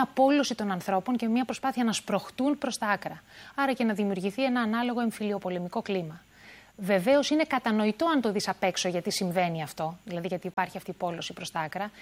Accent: Greece

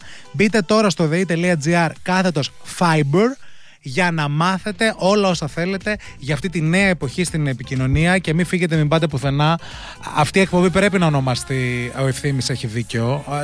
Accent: Thessaloniki, Central Macedonia, Greece; Που είμαι και από Θεσσαλονίκη.

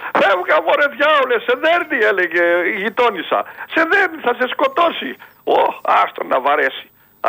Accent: Veltsista, Greece; born there; Στο χωριό μου τον παλιό καιρό είχε βγει και ένα θρύλος. Στη Βελτσίστα οι γυναίκες τρώνε ξύλο.

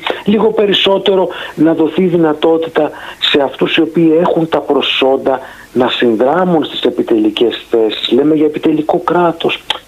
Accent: Lamia, Central Greece, Greece; moved away; Ανεβαίνω καμιά φορά στα μέρη μου στη Λαμία

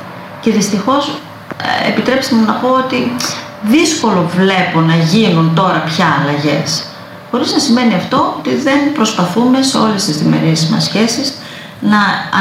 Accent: Greece; Ως Ελληνίδα σκέφτομαι

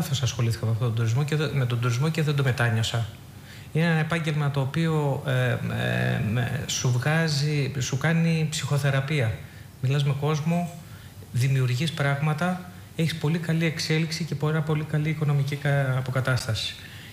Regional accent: Nea Vyssa, Eastern Macedonia and Thrace, Greece; born there; moved away; Η καταγωγή μου είναι από τη Θράκη. Είναι από ένα χωριό του Εύρου, τη Νέα Βίσα, πάνω από την Οραστιάδα. Είμαι βόρειος δηλαδή, εκεί γεννημένο

